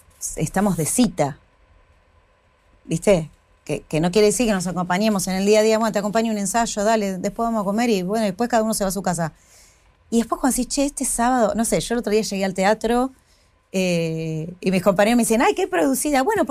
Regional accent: Tandil, Buenos Aires Province, Argentina; moved away as an adult; Viví con tres amigas cuando tenía 25 y fue la única, de 22 a 20 y pico, que fue ni bien me vine de Tandil a vivir acá, con mi prima Vale también

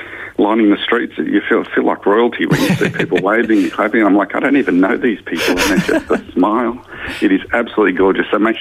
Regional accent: Cooma, New South Wales, Australia; I'm from the Snowy Mountains in New South Wales and part of the Cooma Car Club, so the town of Cooma is where we come from.

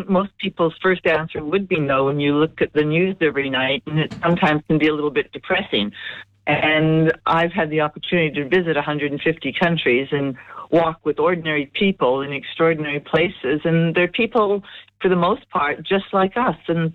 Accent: Canada; accent: Canadian; now in Australia; And by the way, I'm Canadian by birth, as you may gather from the accent, but I've lived in Australia over 50 years. And I remember when I was 13 years old in Canada on the wrong side of the tracks

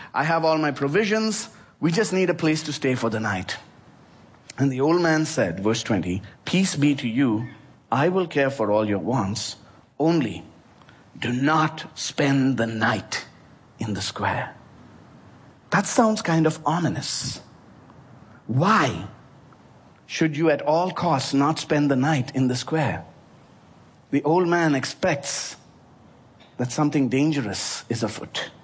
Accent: India; December 16th, 2012 was a very significant day in my home country of India.

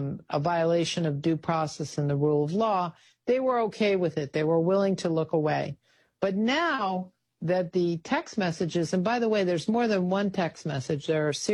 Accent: United States; as an American

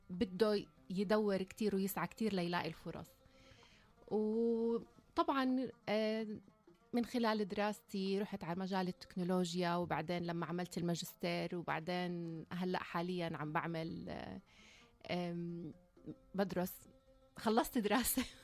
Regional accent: Jordan; moved away as an adult; now in Australia; أوكي، أنا إجيت من الأردن. بالأردن درست محاسبة بالجامعة وكان عندي خبرة بالمحاسبة شوي. بعدين لما اجيت على أستراليا كنت عم بحاول هيك ألاقي فرص بنفس مجالي.

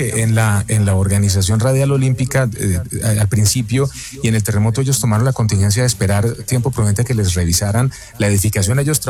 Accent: Armenia, Quindío, Colombia; now in Manizales, Colombia; es porque nosotros somos de Armenia y no tenemos familia aquí en Manizales.

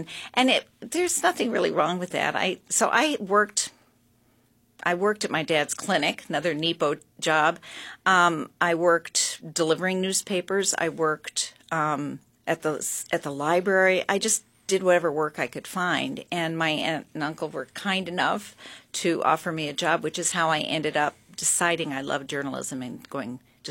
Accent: Sitka, Alaska, United States; moved away as an adult; also born or lived in Baltimore; So I grew up in Sitka. I moved away in after graduating from high school. 1974.

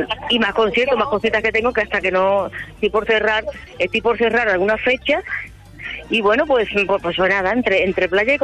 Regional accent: Seville, Andalusia, Spain; Lo que sí es verdad que me bajaré para Sevilla, este viaje, que quiero estar en mi tierra estos dos mesecitos

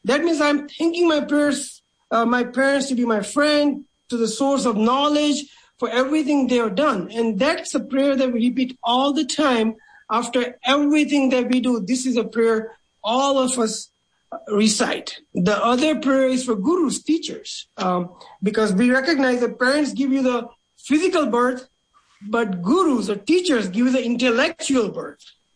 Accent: India; when we are growing up in India, every time we did the prayers, there are two prominent prayers that we did it most of the time.

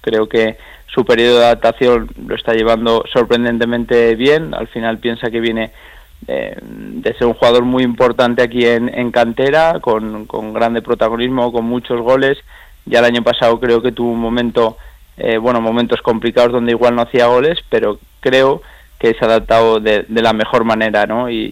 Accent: Aragon, Spain

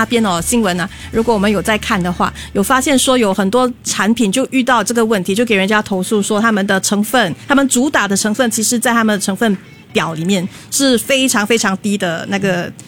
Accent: Singapore; 因为身为一个新加坡人哦

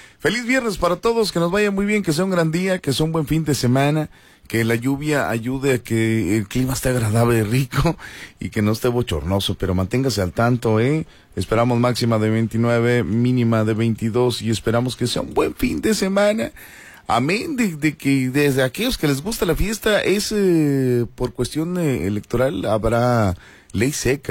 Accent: Mexico; yo los conozco, somos mexicanos.

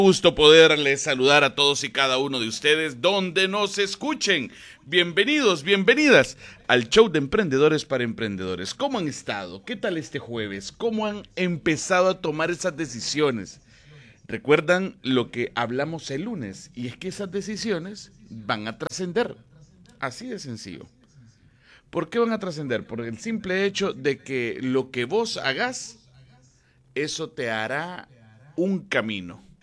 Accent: Honduras

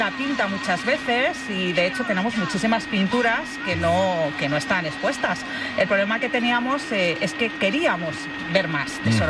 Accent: Madrid, Community of Madrid, Spain; porque soy madrileña, y hombre, siendo madrileña duele un poco lo que viene detrás

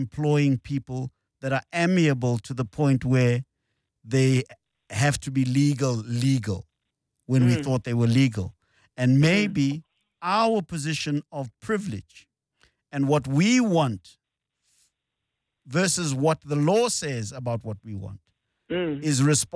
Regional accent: South Africa; I would strongly advise you as a South African and who is employing somebody to go and check that relationship between yourself and your employee

